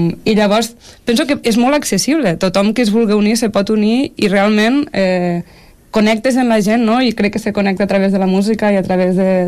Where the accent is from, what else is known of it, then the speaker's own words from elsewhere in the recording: Catalonia, Spain; jo soc ebrenca